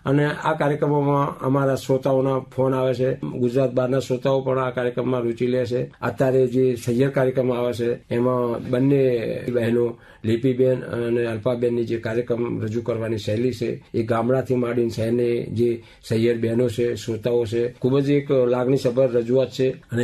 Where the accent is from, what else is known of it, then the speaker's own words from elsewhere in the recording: Patan district, Gujarat, India; મારું ગામ ડેર, તાલુકો જિલ્લો પાટણ.